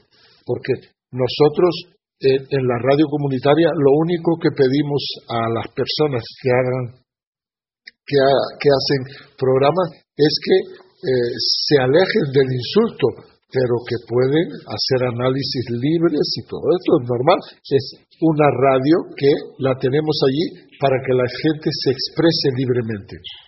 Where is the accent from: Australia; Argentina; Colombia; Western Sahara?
Western Sahara; now in Canary Islands, Spain; soy saharaui, no soy un periodista extranjero